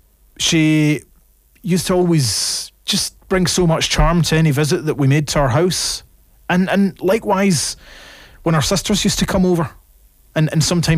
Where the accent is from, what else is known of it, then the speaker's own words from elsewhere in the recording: Ireland; accept this is who we are as the Irish